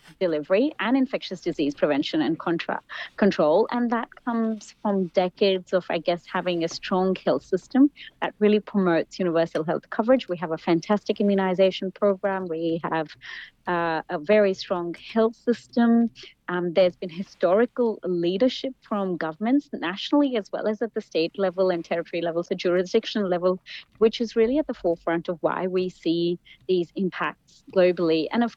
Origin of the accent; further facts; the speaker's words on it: India; now in Australia; I grew up in India